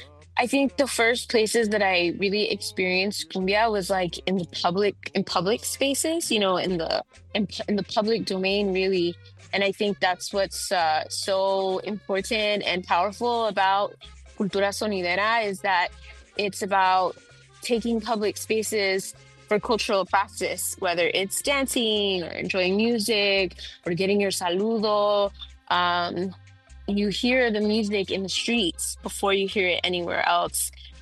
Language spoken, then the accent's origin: English; New York City, New York, United States; And then back home in New York, where I grew up in Queens, and I grew up in an area called Elmhurst, Queens, that's really close to Jackson Heights and Corona.